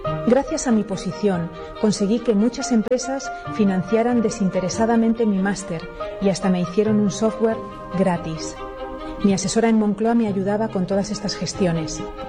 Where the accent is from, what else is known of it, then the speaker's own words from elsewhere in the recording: Bilbao, Basque Country, Spain; born there; Nací en Bilbao el 29 de enero de 1975.